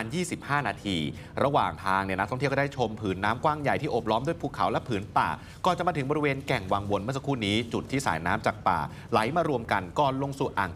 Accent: Phitsanulok, Thailand; born there; also born or lived in Southern Thailand; ผมเองเนี่ยพื้นเพคนใต้บอกก่อนแต่ว่าเกิดแบบที่พิษโลกนะฮะ

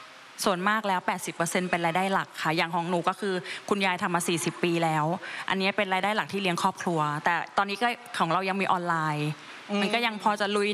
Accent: Nonthaburi, Thailand; ตั้งแต่เกิดโตที่นั่นเลยค่ะ

